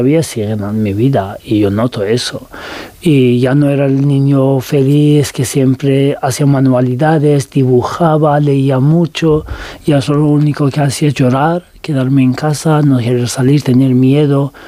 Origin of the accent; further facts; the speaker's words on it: Tehran, Tehran Province, Iran; Spanish is a second language; Tanto que yo crecí en Teherán, los años en infancia mi familia mudaron a Teherán